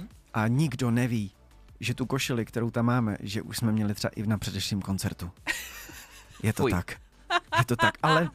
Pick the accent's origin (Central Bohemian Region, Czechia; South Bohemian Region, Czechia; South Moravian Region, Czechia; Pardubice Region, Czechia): South Bohemian Region, Czechia; České Budějovice; Jsem z Českých Budějovic, tam se to jmenovalo tenkrát Faktor.